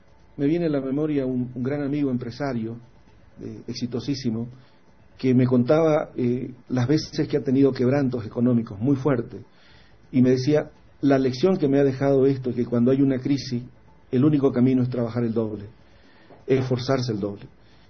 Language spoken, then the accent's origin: Spanish; Bolivia; lo afrontamos como bolivianos